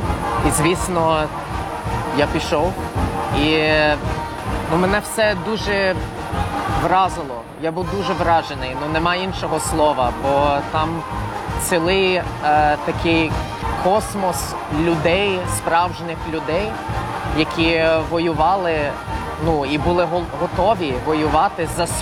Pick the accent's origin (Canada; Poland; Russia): Canada; born there; Ukrainian is a second language; я перед тим жив в Львові декілька років, але я взагалі народився в Канаді.